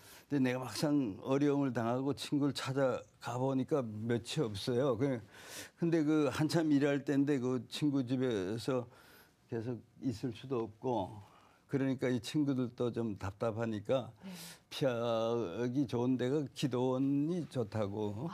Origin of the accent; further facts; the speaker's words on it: Taebaek, Gangwon, South Korea; 제 고향은 강원도라고 그러는 거죠. 태백이라고. 단광촌에서 태어나서 거기서 초중고 다